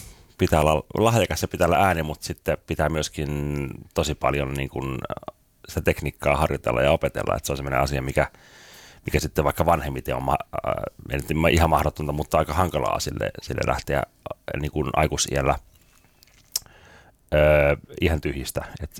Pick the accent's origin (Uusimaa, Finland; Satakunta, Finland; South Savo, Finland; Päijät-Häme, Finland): Satakunta, Finland; Rauma; Mä kasvoin Raumalla ison lestadiolaisperheen nuorimpana. Meillä on 15 lasta yhteensä ja yrittäjäperhe, kahvila- ja leipomalan yrityksiä.